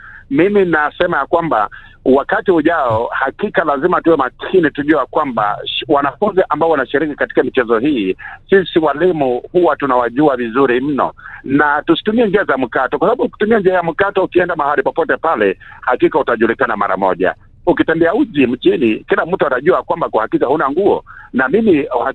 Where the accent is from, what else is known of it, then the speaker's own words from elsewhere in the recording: Rift Valley, Kenya; hakika mimi natoka katika Bonde la Ufa.